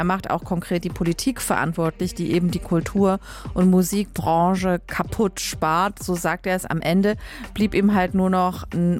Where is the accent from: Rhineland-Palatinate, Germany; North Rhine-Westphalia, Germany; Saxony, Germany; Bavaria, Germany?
Saxony, Germany; Leipzig; Bin ich als Leipzigerin ja kurz ein bisschen, naja, sächsische Provinz ist Leipzig jetzt nicht.